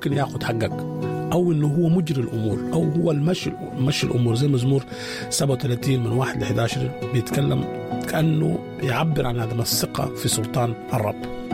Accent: Sudan; وعندنا في السودان يقول زول ده أحمقنجي

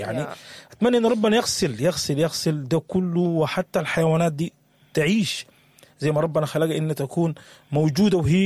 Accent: Sudan; يبري أرضنا السودان

